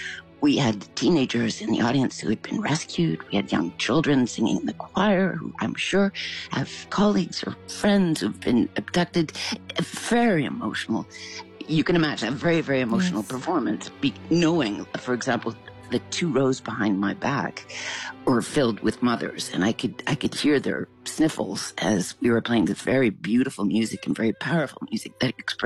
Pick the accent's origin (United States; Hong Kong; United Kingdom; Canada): Canada; born or raised there